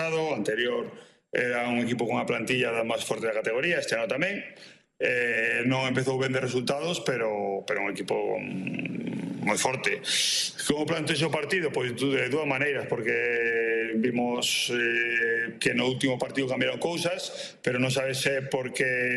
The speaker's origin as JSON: {"language": "Galician", "town": "Ourense", "region": "Galicia", "country": "Spain", "said": "Non me podo comparar en ourensanismo a esa xente, pero son de Ourense, son ourensanista, obviamente, por lo que vivín. Eu iba con meu pai ao Couto nos 80."}